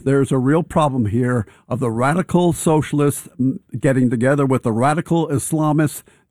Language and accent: English; New York, United States; Oh, well, look, as a New Yorker